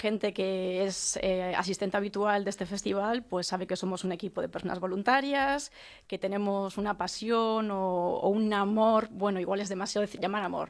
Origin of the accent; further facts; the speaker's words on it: Spain; somos españoles